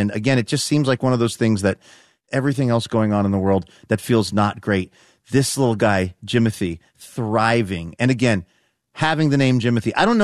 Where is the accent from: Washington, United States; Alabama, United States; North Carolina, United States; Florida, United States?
Washington, United States; Seattle; I was raised in Seattle, so I feel a particular sense of pride about this raccoon